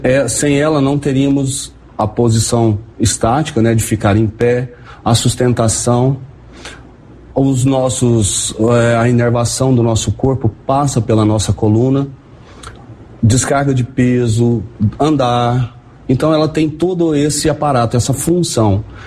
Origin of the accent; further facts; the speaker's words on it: Goiânia, Goiás, Brazil; accent: Goiano; moved away as an adult; Sou natural de Goiânia, né, do estado de Goiás.